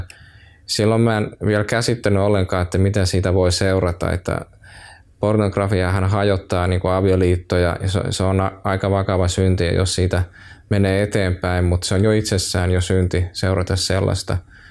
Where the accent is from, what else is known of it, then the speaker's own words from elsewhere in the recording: Heinola, Päijät-Häme, Finland; now in Helsinki, Finland; Mä asun vaimoni kanssa Pitäjänmäellä Helsingissä. Mä oon Heinolasta kotoisin ja siellä mulla on vanhemmat, asuttiin pitkän aikaa siellä Heinolassa